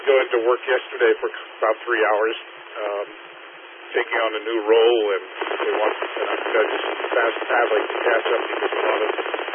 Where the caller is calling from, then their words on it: Milford, Connecticut, United States; an … down here in Milford.